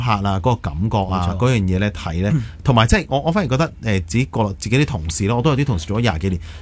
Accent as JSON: {"language": "Cantonese", "country": "Hong Kong"}